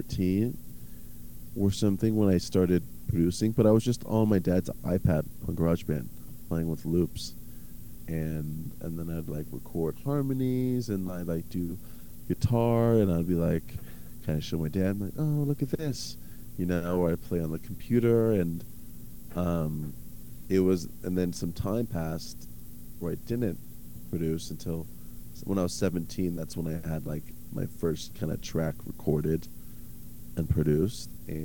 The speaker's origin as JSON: {"language": "English", "town": "Tonasket", "region": "Washington", "country": "United States", "tie": "born or raised there", "said": "But I realized how much being growing up in Tenasket influenced me in just of the ways that I write"}